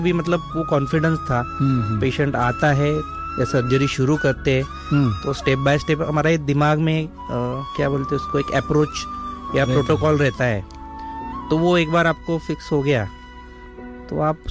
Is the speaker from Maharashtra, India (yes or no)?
yes; Jalgaon, Maharashtra, India; मैं जलगांव महाराष्ट्र से हूँ, वहाँ पे प्रैक्टिस करता हूँ।